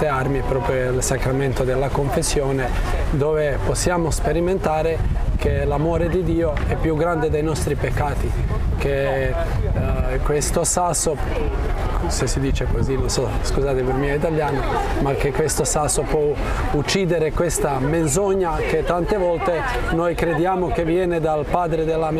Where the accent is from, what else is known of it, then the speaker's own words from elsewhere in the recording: Pula, Istria County, Croatia; vengo dalla Croazia, una città che si chiama Pola, diocesi Parenzo e Pola, al parte ovest della Croazia.